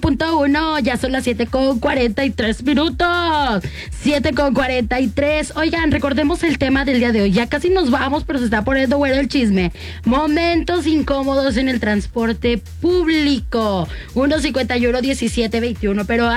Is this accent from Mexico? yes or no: yes; Altamira, Tamaulipas, Mexico; Yo soy de Altamira.